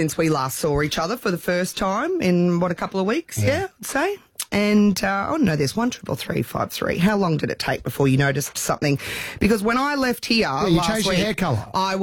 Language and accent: English; Nambour, Queensland, Australia; Yeah. I'm from Nambour.